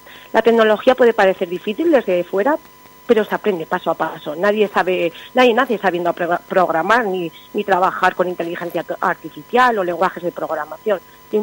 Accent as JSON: {"language": "Spanish", "town": "Campillo de Aragón", "region": "Aragon", "country": "Spain", "tie": "born or raised there", "said": "Yo soy de Campillo de Aragón, soy un pueblecito de la comarca de Calatayud, y sé lo que significa crecer en un pueblo"}